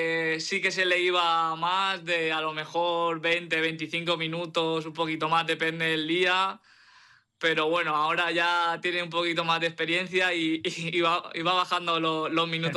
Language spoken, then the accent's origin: Spanish; Valencian Community, Spain; Bueno, Rafa Benítez, yo como valenciano tengo buen recuerdo de él, eh.